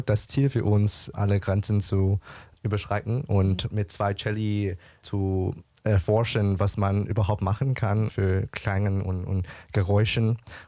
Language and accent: German; Canada; German is a second language; moved away as an adult; now in Berlin, Germany; Ich komme aus Kanada. Ich war da geboren und aufgewachsen, und ich komme aus chinesischen Wurzeln, also das sind schon zwei Länder sozusagen, und dann wohne ich hier schon in Berlin in Deutschland seit 9 Jahren.